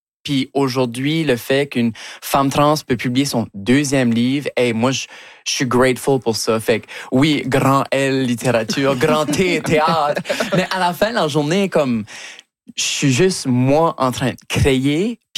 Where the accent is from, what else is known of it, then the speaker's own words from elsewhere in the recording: Shediac, New Brunswick, Canada; accent: Acadian; moved away as an adult; now in Montreal, Canada; je veux retourner à pas Moncton, à Shediac, là où j'ai grandi